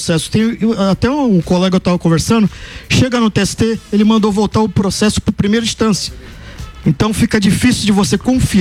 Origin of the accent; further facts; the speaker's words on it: Santos, São Paulo, Brazil; born there; now in Guarujá, Brazil; Então, eu nasci em Santos, né? E no caso eu moro no Guarujá.